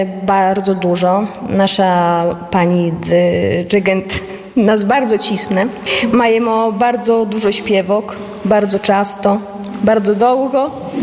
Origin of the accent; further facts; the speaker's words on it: Łosinka, Podlaskie Voivodeship, Poland; now in Narew, Poland; Ja z Łosinki pochodzę, ale teraz żywu u Narwi. Niedaleko.